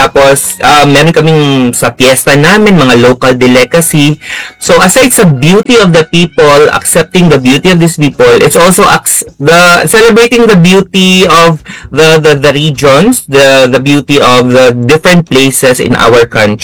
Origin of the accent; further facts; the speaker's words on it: Iligan, Northern Mindanao, Philippines; Like for example, experience ko growing up dito sa Iligan, kasi meron din pa childhood na mga poetry